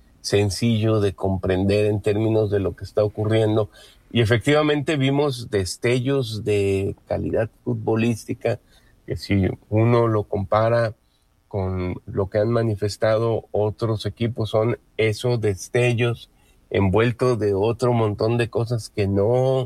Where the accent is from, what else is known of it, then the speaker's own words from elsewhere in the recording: Mexico; nosotros, porque somos de México y le vamos a México